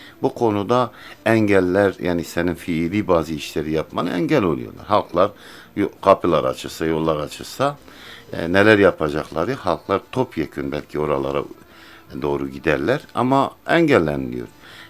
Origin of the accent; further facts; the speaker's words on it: Diyarbakır, Diyarbakır Province, Turkey; Hüdapar Diyarbakır İl Başkanlığı'nı yapıyorum şu anda. Diyarbakırlıyım.